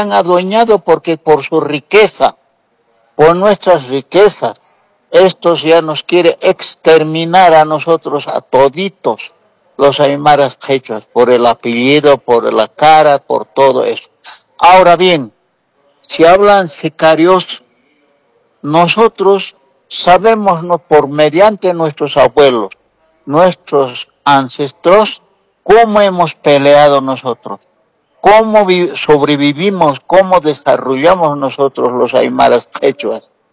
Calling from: La Paz, Bolivia; Un saludo patriota aquí de La Paz, de la ciudad de La Paz.

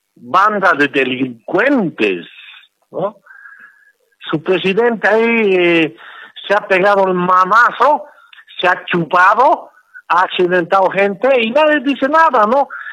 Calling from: El Alto, La Paz, Bolivia

